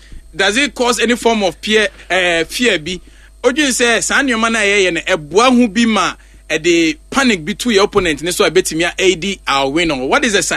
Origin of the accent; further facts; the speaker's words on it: Ghana; because oh I'm from Ghana where Kwakubo Sam comes from